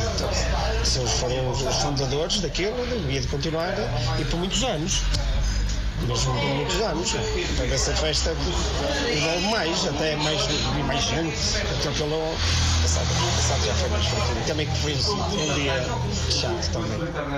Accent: Penafiel, Norte, Portugal; born there; sou do Sameiro também. Também sou do Sameiro, moro no Sameiro. Nasci lá

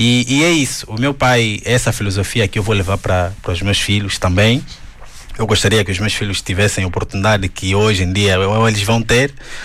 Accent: Angola; moved away as an adult; now in Braga, Portugal; estou aqui em Braga com os dois, a eles terem essa vida diferente daquilo que nós já crescemos em Angola.

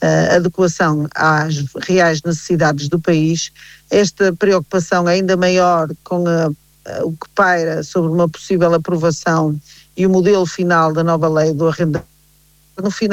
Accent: Portugal; E a mim, enquanto português, enquanto fã incondicional do futebol português, isto deixa-me triste

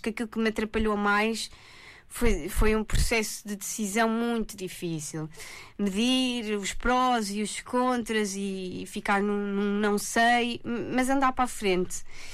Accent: Mangualde, Viseu, Portugal; moved away as an adult; now in Santa Maria Island, Azores, Portugal; Sou de Mangualde, uma cidade no distrito de Viseu.

